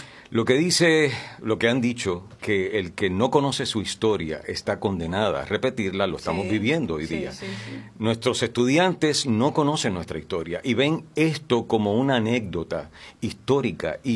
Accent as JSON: {"language": "Spanish", "town": "Mayagüez", "country": "Puerto Rico", "said": "Yo soy de aquí, de Mayagüez"}